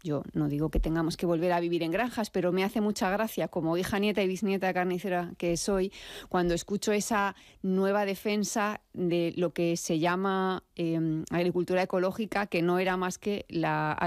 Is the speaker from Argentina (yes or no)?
no; Fuente Álamo, Castilla-La Mancha, Spain; Mis padres tenían la carnicería en Fuente Álamo, que es un pueblo de Albacete, que es mi pueblo, es donde yo nací, de donde yo vengo.